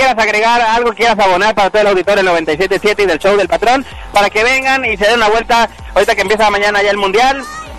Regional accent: Zinacantán, Chiapas, Mexico; en español es que yo soy de Sinacantán.

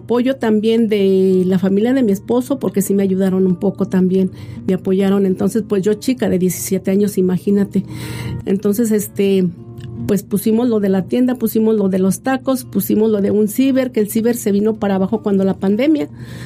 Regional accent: Ciudad Manuel Doblado, Guanajuato, Mexico; yo soy de Ciudad Manuel Doblado, Guanajuato.

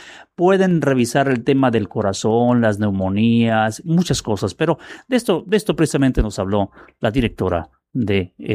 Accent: San Buenaventura, Mexico; now in Manzanillo, Mexico; allá en las comunidades en San Buenaventura, allá mi pueblo natal. Me dicen, ¿dónde naciste? En las faldas del cerro de allá en San Buenaventura. Ahí merito. Mi abuela era la partera.

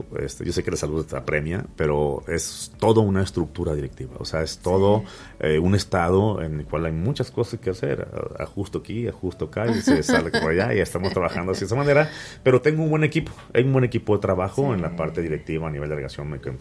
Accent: Mexicali, Baja California, Mexico; Yo vengo de Baja California, allá estaba, ¿no? En Baja California.

